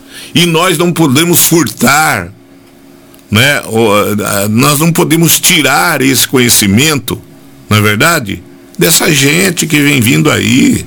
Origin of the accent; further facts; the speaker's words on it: Rafard, São Paulo, Brazil; born there; Eu nasci em Rafar, distrito de Capivari.